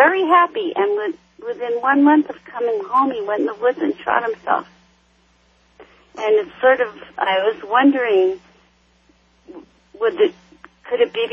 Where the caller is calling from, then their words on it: Albuquerque, New Mexico, United States; I'm calling from Richard C. Hovind country, Albuquerque, New Mexico.